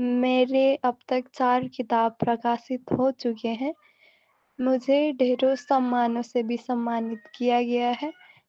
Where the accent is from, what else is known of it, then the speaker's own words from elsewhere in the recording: Kathmandu, Bagmati, Nepal; मैं काठमांडू नेपाल से हूँ।